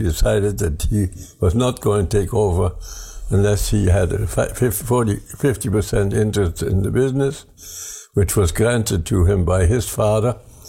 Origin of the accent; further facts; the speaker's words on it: Berlin, Germany; now in Canada; I was born in Germany in 1925. Which makes me 98 at the present time, and into a well-to-do family. And my family had a banking house